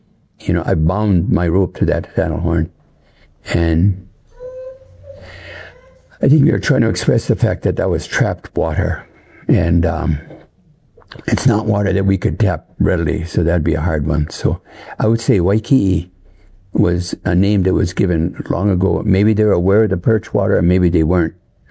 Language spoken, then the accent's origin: English; Ireland; Pardon the roundabout, but I'm Irish.